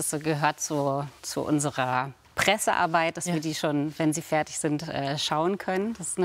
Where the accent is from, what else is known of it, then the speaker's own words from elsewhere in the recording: Northern Germany, Germany; Herzliche Menschen, meine Heimat natürlich, Wind, Weite, alte Fachwerkhöfe, Grünkohl.